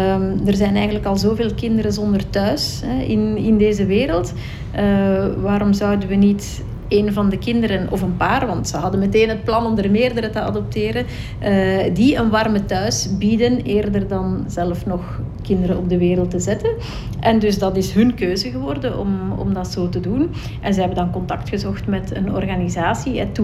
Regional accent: Belgium; also born or lived in India; We zijn hier in België opgegroeid, in Linden.

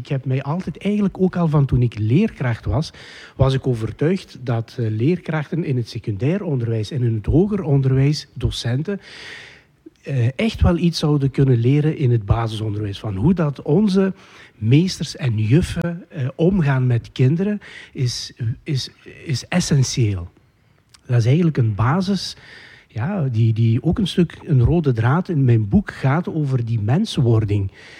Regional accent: Heusden-Zolder, Flanders, Belgium; ik ben zelf afkomstig van Heusden-Zolder tegen Koerselaan.

